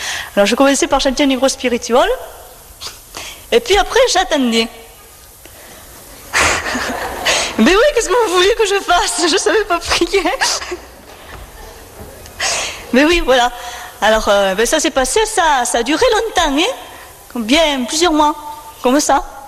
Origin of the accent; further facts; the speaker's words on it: Nîmes, Occitanie, France; je viens de Nîmes, j'y suis née et j'ai grandi 60 ans, dans une famille où il n'y avait pas une foi vivante, où disons Dieu existait vaguement.